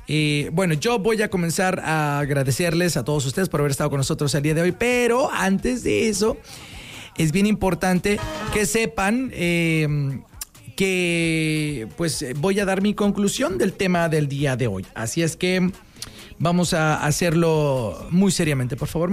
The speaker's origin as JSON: {"language": "Spanish", "country": "Mexico", "said": "Nosotros nacimos con una bendición y nacimos con una estrella porque nacimos en México."}